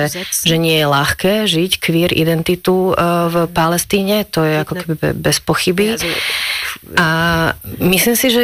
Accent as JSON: {"language": "Slovak", "country": "Germany", "said": "aj ja som nakúpila ako Nemka"}